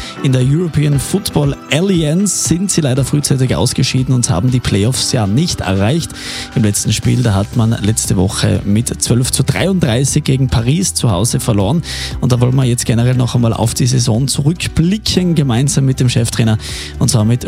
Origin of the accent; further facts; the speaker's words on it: Tyrol, Austria; Da sind wir Tiroler traditionell auch sehr, sehr stark